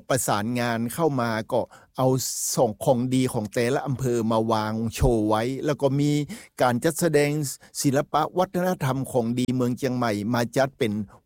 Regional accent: Lamphun, Thailand; now in Chiang Mai, Thailand; ผมในฐานะเป็นคนจังหวัดลำปูนนะครับได้ไปอยู่จังหวัดเชียงใหม่เรียนจากเชียงใหม่อยู่เชียงใหม่แล้วก็ประกอบอาชีพในจังหวัดเชียงใหม่

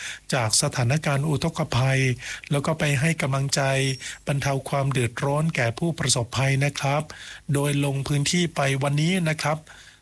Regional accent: Northern Thailand, Thailand; เราในฐานะคนเหนือเหมือนกันนะครับ

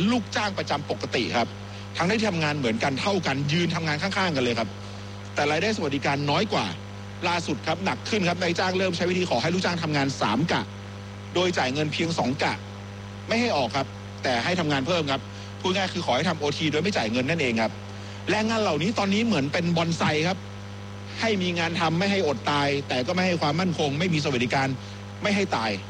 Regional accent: Eastern Thailand, Thailand; ผมในฐานะคนตะวันออกที่เจอมาก่อนครับ

